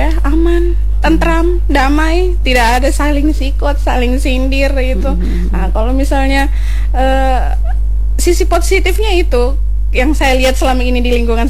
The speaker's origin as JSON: {"language": "Indonesian", "town": "Alor", "region": "East Nusa Tenggara", "country": "Indonesia", "said": "Karena memang di Alor itu, saya kebetulan dari Alor, di Alor itu kami bahkan dalam satu rumah itu banyak agamanya, bahasanya seperti itu."}